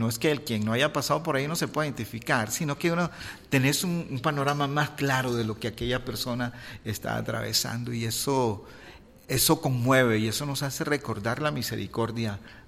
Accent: Nicaragua; yo soy de origen nicaragüense, ¿verdad? Nacido hace 6 décadas atrás

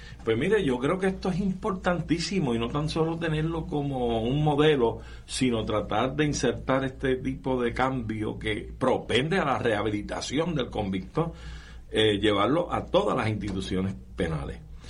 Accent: Puerto Rico

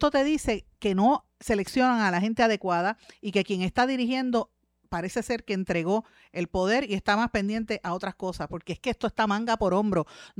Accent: Puerto Rico; es un reclamo que hago como puertorriqueña ante todo.

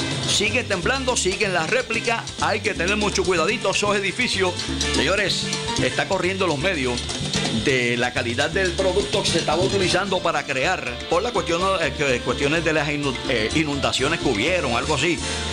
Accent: Sabana Grande, Puerto Rico; moved away as an adult; also born or lived in New York / Philadelphia / Orlando / Tampa; Soy sabaneño de corazón. Nací en el barrio Burén, en la calle Bosque, Sabana Grande, en el pueblo de Sabana Grande. Y me crié en Molina City.

